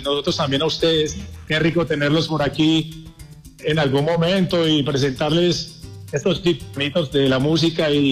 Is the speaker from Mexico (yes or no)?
no; Colombia; now in Pereira, Colombia